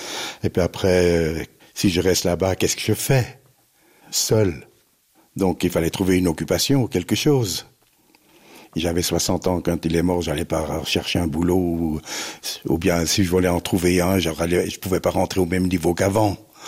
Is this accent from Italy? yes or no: no; Languidic, Brittany, France; also born or lived in Zurich; now in Fribourg, Switzerland; J'ai fait une cérémonie chez moi, à Languédic, pour tous les gens, nos amis et tout ça.